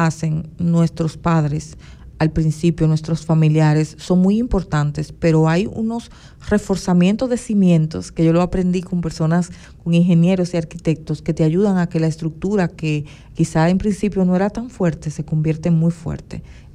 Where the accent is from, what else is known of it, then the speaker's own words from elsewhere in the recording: Dominican Republic; espérese, que yo soy dominicano, yo voy a tratar de traducirte.